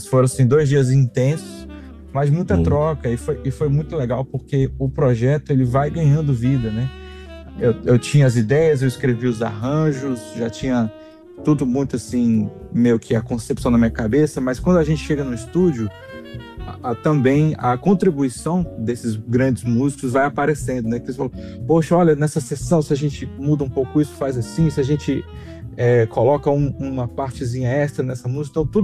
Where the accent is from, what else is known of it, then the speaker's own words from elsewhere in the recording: Brasília, Federal District, Brazil; born there; essa identidade e essa referência às minhas raízes brasileiras, mas também à minha terra natal